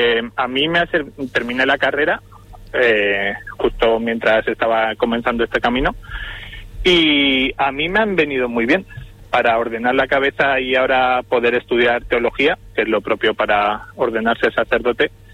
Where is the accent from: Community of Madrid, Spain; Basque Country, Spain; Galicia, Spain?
Basque Country, Spain; Barakaldo; born there; now in Vitoria, Spain; soy del País Vasco, nacido Baracaldo, pero he vivido muchos años por aquí.